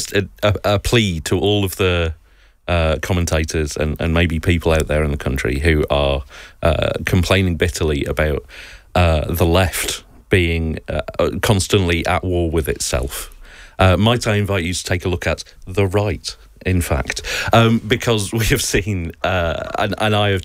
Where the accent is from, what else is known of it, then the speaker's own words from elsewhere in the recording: Sheffield, Yorkshire and the Humber, United Kingdom; moved away as an adult; now in London, United Kingdom; I moved to London about a decade ago from Sheffield, where I lived my whole life, right. And I still must say that my corner of Britain, Sheffield, it's the greatest city in the world